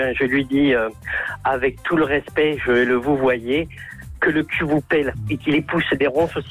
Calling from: Condom, Occitanie, France; Moi j'habite dans le sud-ouest. J'habite à Condon.

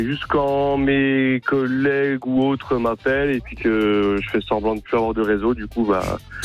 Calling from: Bourgogne-Franche-Comté, France; je suis en Haute-Saône

